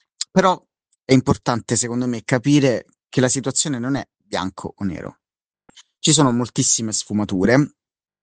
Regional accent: Rome, Lazio, Italy; mi chiamo … ho 33 anni e vengo da Roma.

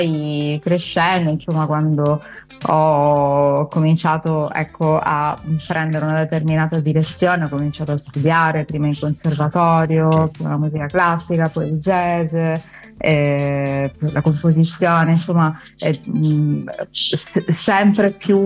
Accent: Sicily, Italy; first language Sicilian; now in Messina, Italy

